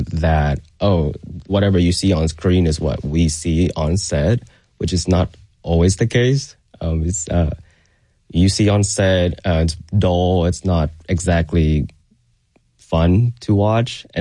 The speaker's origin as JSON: {"language": "English", "country": "Vietnam", "tie": "born or raised there", "moved": "yes", "lives_now": "Nashville, United States", "said": "I was born in Vietnam, so I've been doing this since I was a kid in seventh grade."}